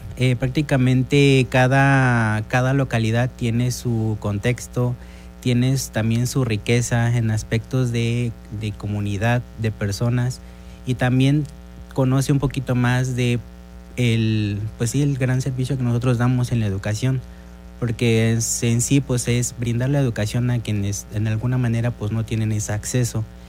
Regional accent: Mexico; moved away as an adult; now in Acatlán, Mexico; yo soy de Tultepec de Guerrero. Entonces, pero me tocó estar ahora sí que aquí en el municipio de Acatlán.

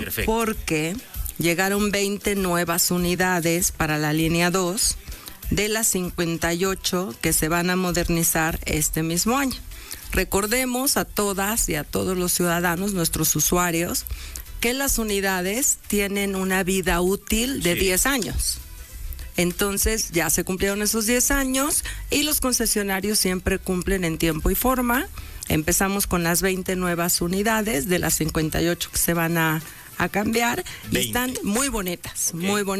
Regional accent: Mexico; hay que sentirse siempre orgullosos de nuestro México

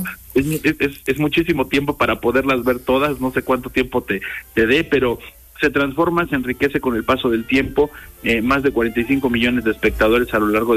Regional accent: Mexico

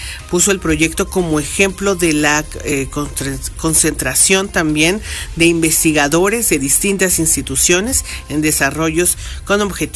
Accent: Mexico; nos compete a todos como mexicanos

